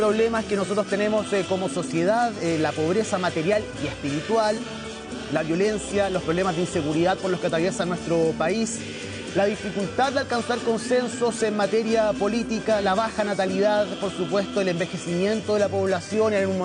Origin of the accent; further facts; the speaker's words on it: Chile; valorar las virtudes que tenemos como chilenos